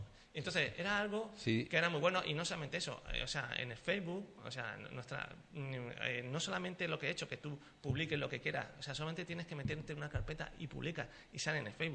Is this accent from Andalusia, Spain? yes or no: yes; Sanlúcar, Andalusia, Spain; nosotros somos de Sanlúcar